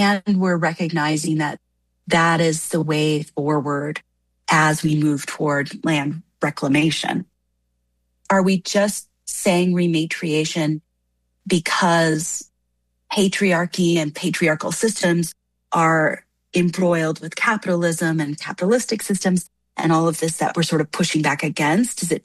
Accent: Minneapolis, Minnesota, United States; moved away as an adult; So I grew up in the Minneapolis area. I'm back in Dakota homelands, which is wonderful.

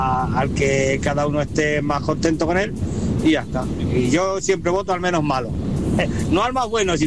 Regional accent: Spain; Facha, no soy facha, llevo una pulsera de España, pues soy español, ¿qué pasa?

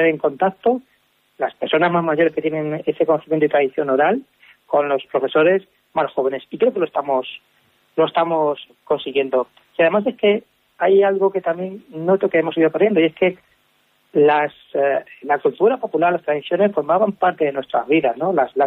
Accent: Consuegra, Castilla-La Mancha, Spain; yo soy de Consuegra, ¿no? Y hacemos la fiesta de la azafrán.

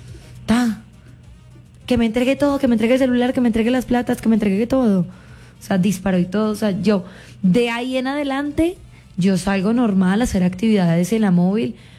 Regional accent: Entre Ríos, Antioquia, Colombia; Nosotros somos de Entre Ríos, Antioquia.

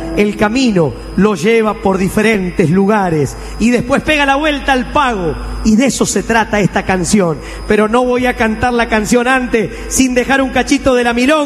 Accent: Argentina; cuando digo soy argentino

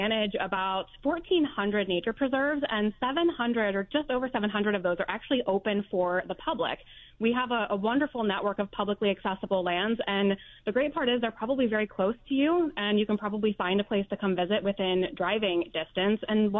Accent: Ohio, United States; So I am born and raised in Ohio, and I would be remiss if I didn't share one from the Buckeye State.

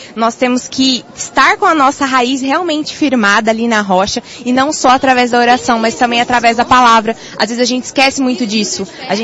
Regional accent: Campinas, São Paulo, Brazil; Sou de Campinas.

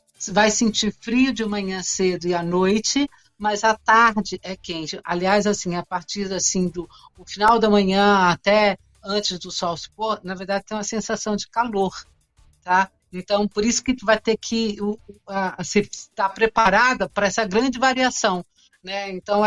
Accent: Minas Gerais, Brazil; eu sou de Minas, né?

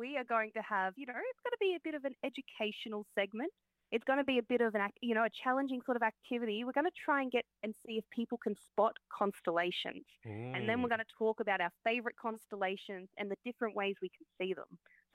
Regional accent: Victoria, Australia; Yeah, I grew up on Pangerang Country in northeast Victoria. So, growing up under the skies, and I used to sit outside with my mum, and she would try and show me where all the constellations are.

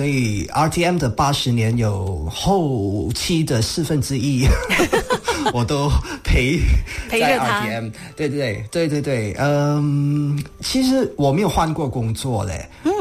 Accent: Kelantan, Malaysia; 后来就先回到吉兰丹，就是我的家乡嘛，就回到吉兰丹来当领教。就回我的母校去当领教。

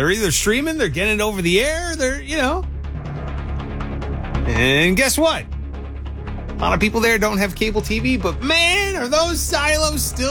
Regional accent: Cleveland, Ohio, United States; Just reminds me, I'm originally from Cleveland.

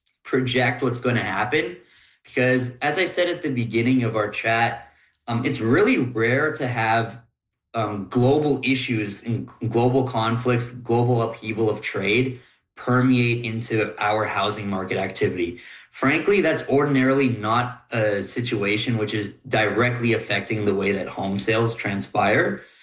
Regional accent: British Columbia, Canada; growing up in British Columbia

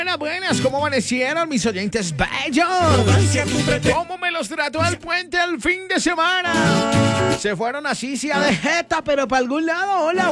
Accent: Colombia; soy la representante de Boyacá para el mundo.

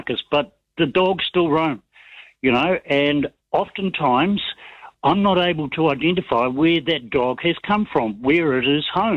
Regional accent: New Zealand; No, I'm Kiwi and proud of it.

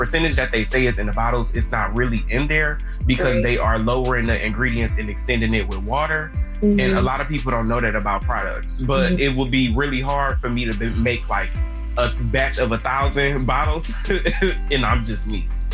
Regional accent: Detroit, Michigan, United States; I'm from Detroit, of course.

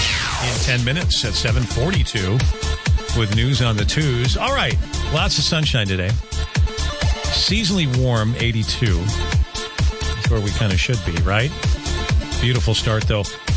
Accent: Rugby, North Dakota, United States; So Highway 2 and 3 intersects in Rugby Town, my hometown, and they've got an image there of the Cornerstone and the restaurant that we used to own and manage and run back in the 80s.

